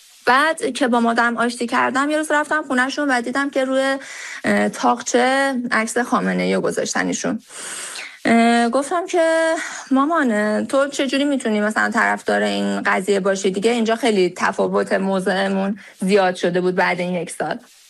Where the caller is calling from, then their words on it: Tehran, Tehran Province, Iran; از تهران تماس میگیرم.